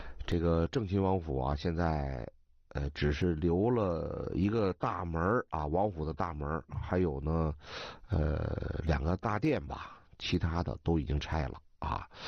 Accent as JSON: {"language": "Chinese", "region": "Beijing", "country": "China", "tie": "born or raised there", "said": "我呢是在西城出生长大的，当年啊住家在西单劈柴胡同"}